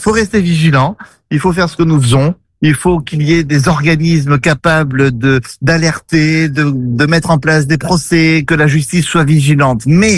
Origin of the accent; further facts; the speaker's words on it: Montreuil, Gennevilliers, Île-de-France, France; moi je viens de Montreuil, je viens de Gennevilliers, je viens de zones comme ça, où il y a encore le bon vivre ensemble.